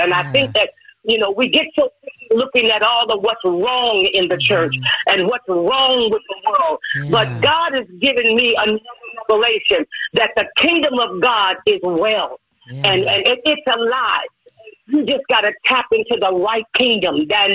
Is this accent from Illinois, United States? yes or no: yes; Chicago, Illinois, United States; I was born and raised in Chicago.